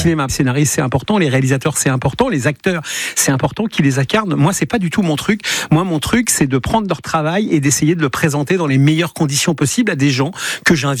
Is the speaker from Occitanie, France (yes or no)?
no; Elbeuf, Normandy, France; born or raised there